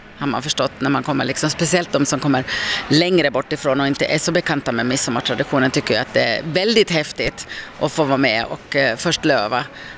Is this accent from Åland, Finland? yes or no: yes; Åland, Finland; och ändå lite så här säregna som vi ålänningar kanske är.